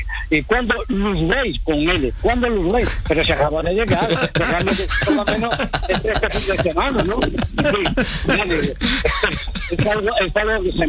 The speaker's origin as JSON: {"language": "Spanish", "region": "Extremadura", "country": "Spain", "said": "yo soy extremeño, pero desde hace casi 50 años pues convivo con mi mujer, que es de La Mancha"}